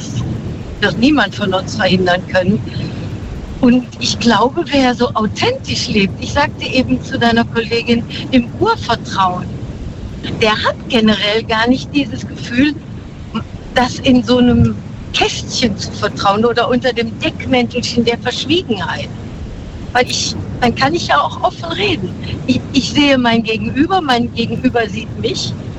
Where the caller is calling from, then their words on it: Stuttgart, Baden-Württemberg, Germany; Ich komme aus Stuttgart gerade.